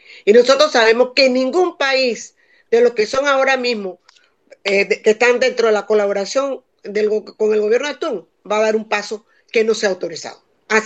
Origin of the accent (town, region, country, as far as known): Venezuela; moved away